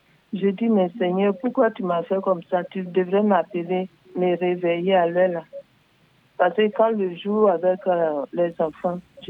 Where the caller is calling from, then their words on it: Toumodi, Lacs, Côte d’Ivoire; j'appelle de Toumoudi.